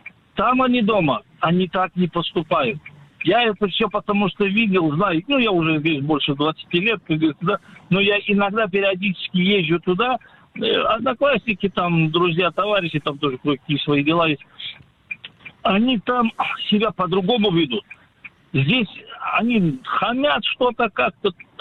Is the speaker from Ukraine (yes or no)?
no; Uzbekistan; moved away as an adult; now in Russia; Я сам родом из Узбекистана.